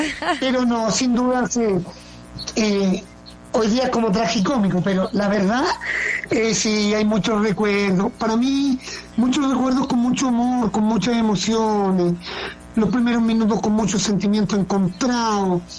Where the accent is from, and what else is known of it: Chile